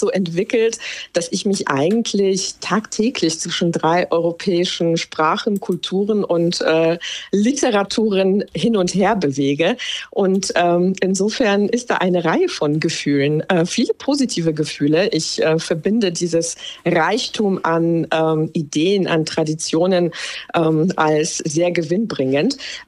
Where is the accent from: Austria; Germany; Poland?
Poland; wie ich mich jetzt als Polin fühle und das ist jetzt, wie ich mich als Deutsche fühle